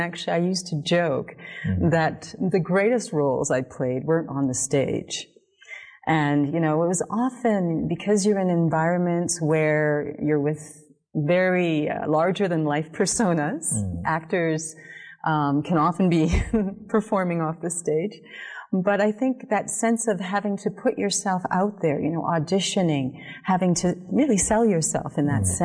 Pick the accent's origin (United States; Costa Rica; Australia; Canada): Canada; Calgary, Alberta; born or raised there